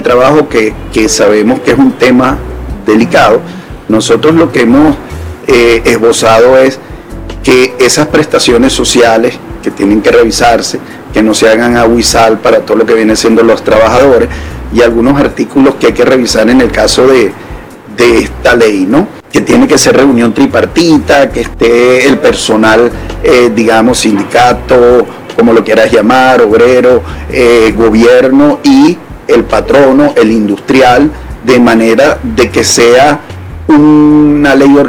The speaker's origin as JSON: {"language": "Spanish", "country": "Venezuela", "said": "yo como venezolano también quiero exportar para Colombia."}